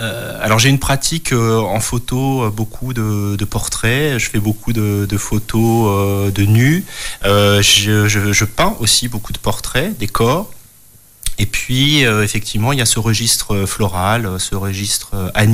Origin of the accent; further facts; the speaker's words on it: Fourmies, Hauts-de-France, France; also born or lived in Maubeuge / Lille; now in Roubaix, France; Je suis né à Maubeuge et j'ai grandi dans une ville marquée par le textile, comme la ville de Roubaix. J'ai grandi à Fourmies, entre les maisons de maître, les courées... et les cheminées d'usine, à l'époque, dans mon enfance, il y en avait encore.